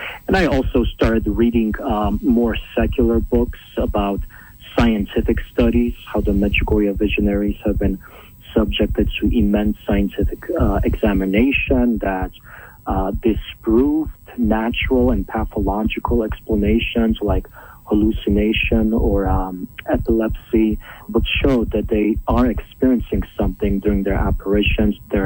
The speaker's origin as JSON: {"language": "English", "town": "Chicago", "region": "Illinois", "country": "United States", "tie": "born or raised there", "said": "So I grew up in Chicago during the 90s."}